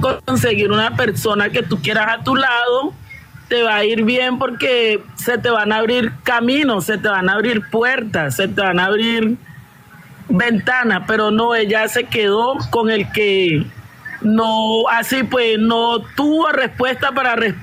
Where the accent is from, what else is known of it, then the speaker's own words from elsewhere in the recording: Venezuela; Tuve una enfermedad muy grave en Venezuela, porque yo también soy venezolana, pero de padres colombianos